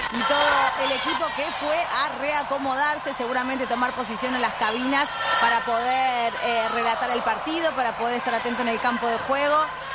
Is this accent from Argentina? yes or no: yes; Argentina; somos argentinos